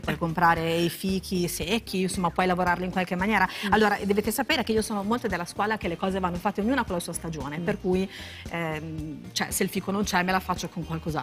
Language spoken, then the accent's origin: Italian; Bologna, Emilia-Romagna, Italy; born there; now in Bentivoglio, Italy; Io sono una bolognese, nata in Via d'Azeglio, che vive a Bentivoglio da un sacco di anni.